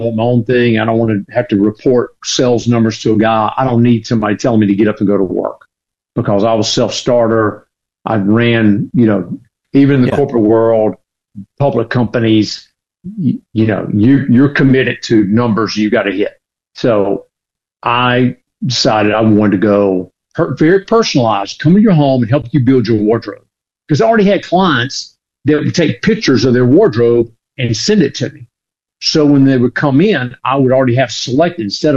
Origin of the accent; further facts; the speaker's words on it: Leland, Mississippi, United States; He goes, where are you from? I said, is that noticeable? I said, not far from your hometown. He goes, where? I said, Leland.